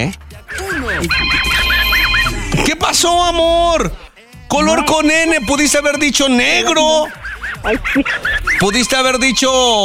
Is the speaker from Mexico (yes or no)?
yes; Ecatepec de Morelos, State of Mexico, Mexico; Ecatepec de Morelos, mi tierra